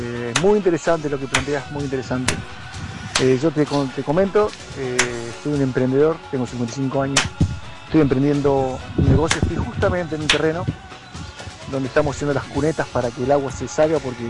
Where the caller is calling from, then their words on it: Esperanza, Argentina; de Esperanza.